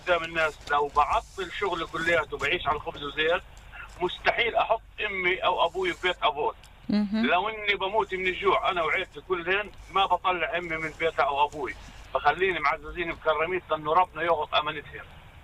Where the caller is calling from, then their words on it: Arraba, Israel; من عرابه.